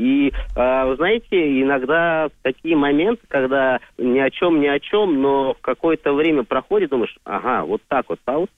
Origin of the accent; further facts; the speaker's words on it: Moscow, Russia; Я из Москвы. Из Москвы, но на данный момент я нахожусь под Москвой.